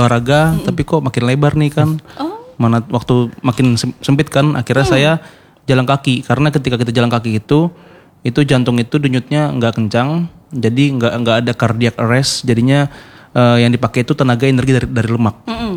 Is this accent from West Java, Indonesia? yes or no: yes; Bekasi, West Java, Indonesia; Saya kan asal Bekasi ya.